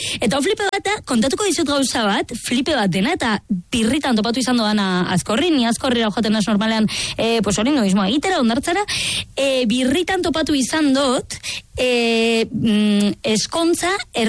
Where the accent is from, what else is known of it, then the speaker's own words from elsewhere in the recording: Bilbao, Basque Country, Spain; ez zaitez etorri ze Iralakoak gara super gaiztoak